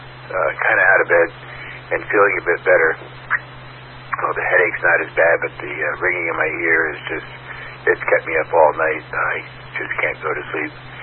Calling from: Las Vegas, Nevada, United States; here in Las Vegas, Nevada.

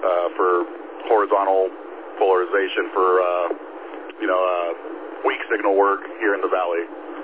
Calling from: California, United States; So I'm from SoCal.

